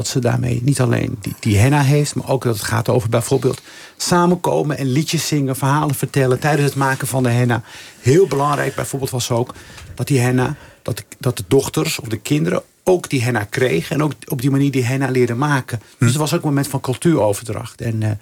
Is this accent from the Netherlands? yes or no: yes; Rotterdam, South Holland, Netherlands; Ik groeide op in Rotterdam eind jaren 70, begin jaren 80. Mijn moeder was uit de migratie uit Marokko naar Nederland gekomen.